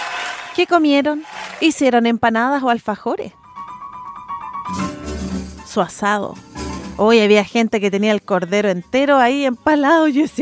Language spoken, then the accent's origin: Spanish; Chile; Celebrando el 18 como buena chilena